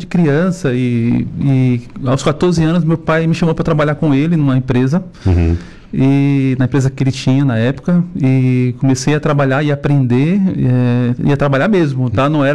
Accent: Salvador, Bahia, Brazil; now in Paranaguá, Brazil; Sou de Salvador, nasci em Salvador, né? Sou da Bahia, minha família inteira é da Bahia, perdi um pouco do sotaque.

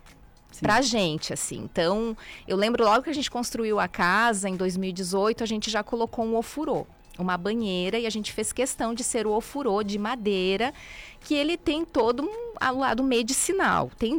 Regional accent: Rio Grande do Sul, Brazil; moved away; a gente veio do sul, muitos não sabem, né? Nós somos gaúchos

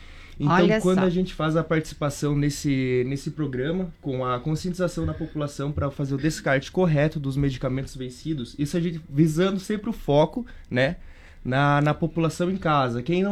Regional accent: Chapecó, Santa Catarina, Brazil; eu sou nascido em Chapecó, então quando eu era criança eu lembro bem do que a Raquel falou agora

